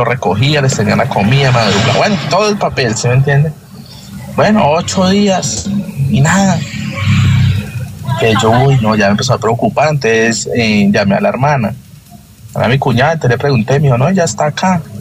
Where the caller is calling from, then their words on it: Neiva, Huila, Colombia; nosotros somos de Neiva